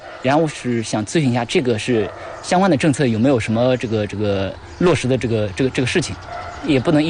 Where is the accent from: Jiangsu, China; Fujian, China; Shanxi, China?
Jiangsu, China; Lianyungang; 这个房子啊，是我们老家的一个宅基地，